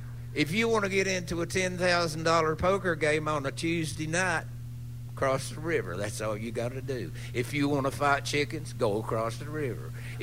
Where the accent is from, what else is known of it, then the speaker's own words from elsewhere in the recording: Hamblen County, Tennessee, United States; our hometown, of our home county, Hamblin County